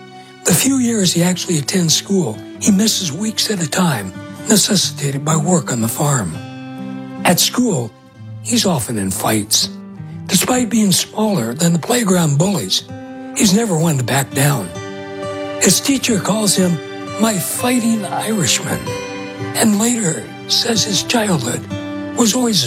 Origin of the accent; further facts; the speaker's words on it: Texas, United States; I am one Texan boy who never had a pair of cowboy boots. I am one native-born and native-bred American male